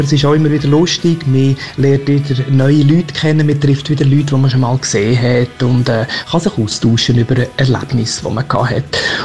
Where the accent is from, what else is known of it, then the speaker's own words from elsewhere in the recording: Fribourg, Switzerland; now in Zürcher Unterland, Switzerland; Ich bin aufgewachsen in der Region Murten, wohne aber schon lange im Zürcher Unterland